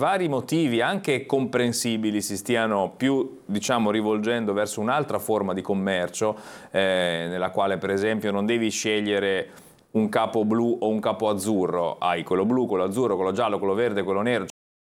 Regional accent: La Spezia, Liguria, Italy; Io per esempio, che vengo dalla Spezia

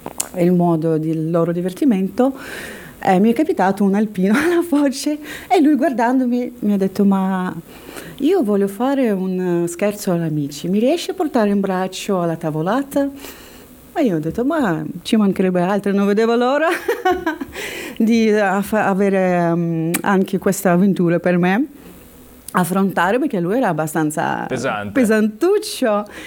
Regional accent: Saint Petersburg, Russia; accent: Russian; Italian is a second language; moved away as an adult; now in Italy

